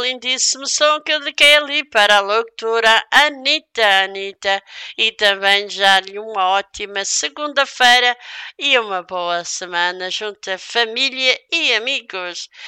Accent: Madeira, Portugal; born there; now in Barcelos, Portugal; a minha terra, a minha ilha da Madeira

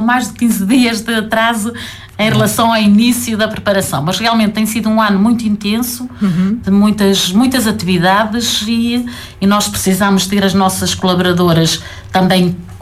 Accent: Portugal; Eu sou nascida e criada em Melheirós de Poiares.

